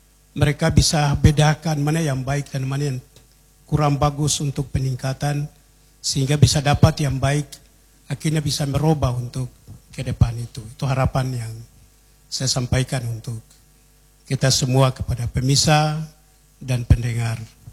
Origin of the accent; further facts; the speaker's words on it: Papua, Indonesia; kita sendiri orang Papua